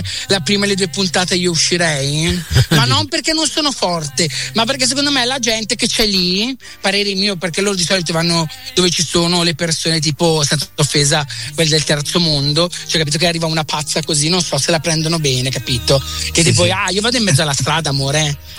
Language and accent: Italian; Naples, Campania, Italy; Ma di più, amore, io proprio napoletano, cucciolo.